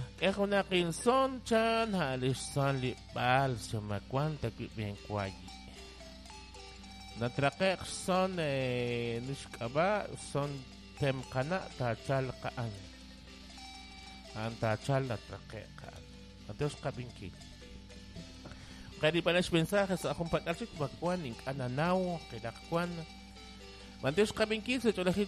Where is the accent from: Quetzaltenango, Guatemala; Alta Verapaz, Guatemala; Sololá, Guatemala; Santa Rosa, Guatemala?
Alta Verapaz, Guatemala; Senahú; now in Guatemala City, Guatemala; Sí, va, soy de Senaú, pero aquí estoy en la ciudad Guatemala.